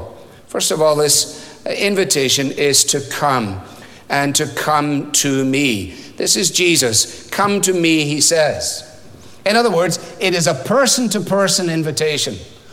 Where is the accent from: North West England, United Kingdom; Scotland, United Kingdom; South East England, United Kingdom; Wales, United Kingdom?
Scotland, United Kingdom; as a Scot